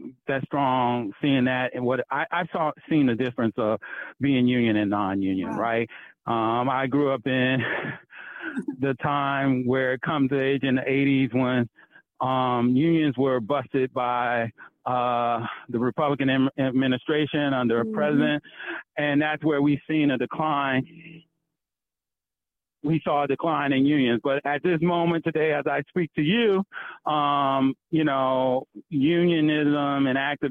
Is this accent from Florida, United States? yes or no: no; Erie, Pennsylvania, United States; moved away; I grew up in Erie, Pennsylvania. My dad was a teamster working out at the Welch's plant in Northeast Pennsylvania.